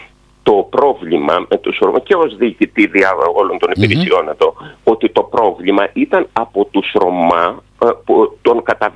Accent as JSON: {"language": "Greek", "country": "Greece", "said": "ως αξιωματικός και ως Έλληνας"}